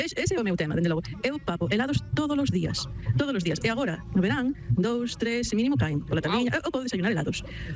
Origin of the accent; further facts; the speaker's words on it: Lugo, Galicia, Spain; Son de Lugo, antaño, había unha xeladería no centro que todos íbamos